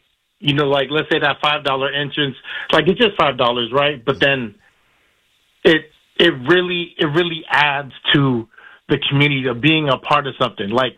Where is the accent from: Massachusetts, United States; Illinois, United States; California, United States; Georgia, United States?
California, United States; San Francisco; also born or lived in Daly City; I grew up in San Francisco. I also grew up in Daly City, and I have a lot of pride for both cities. And Daly City actually has been very welcoming to me and my family.